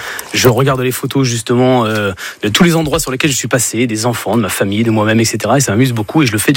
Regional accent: Aubervilliers, Île-de-France, France; born there; Oui, je suis né à Aubervilliers en 1983, en région parisienne.

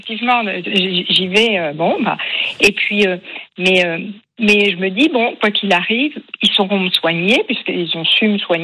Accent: Coutances, Normandy, France; moi je suis de Coutances et je vais à Caen, parce que j'étais à Caen.

